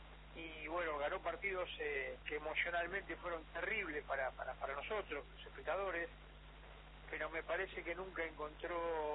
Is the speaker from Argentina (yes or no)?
yes; Argentina; Pero bueno, yo como argentino estoy agradecido